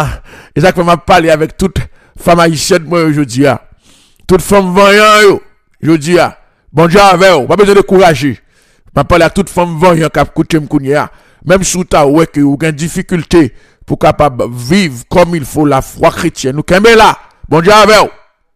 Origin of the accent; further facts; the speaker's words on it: Haiti; la femme haïtienne son trésor, son bagage extraordinaire, l'homme haïtien en tant que tel, son bagage extraordinaire